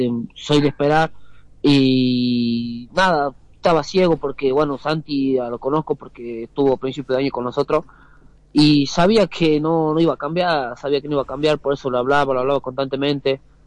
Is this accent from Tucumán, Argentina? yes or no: yes; Concepción, Tucumán, Argentina; yo soy acá de Concepción, de la ciudad de Concepción, hice infantil inferior acá en Concepción